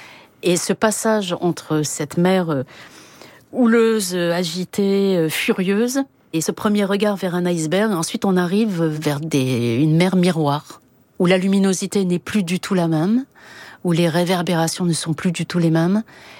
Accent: France; chez nous, en France

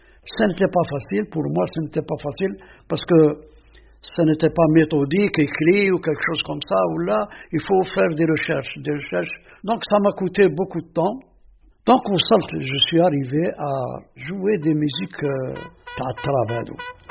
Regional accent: Aïn Témouchent, Aïn Témouchent Province, Algeria; 78 ans, alhamdoulilah. Et je suis toujours dans le domaine musical. Je suis né ici, à Témouchente. Et j'ai grandi ici, à Témouchente, jusqu'à maintenant, jusqu'à l'heure actuelle.

